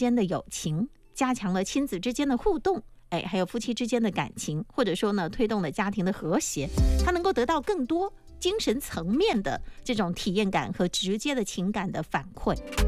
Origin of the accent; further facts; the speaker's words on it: Jinjiang, Fujian, China; 我们作为土生土长的晋江人